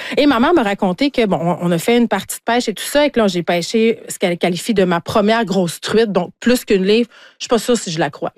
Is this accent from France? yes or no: no; Quebec, Canada; je viens du Saguenay, j'arrête pas de le répéter. Et je pêche depuis, mon Dieu, que je sais marcher avec mes parents.